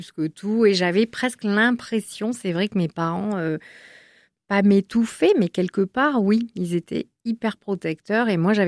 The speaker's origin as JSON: {"language": "French", "town": "Biarritz", "region": "Nouvelle-Aquitaine", "country": "France", "tie": "born or raised there", "said": "j'ai 54 ans. Moi, je suis née dans le Sud-Ouest."}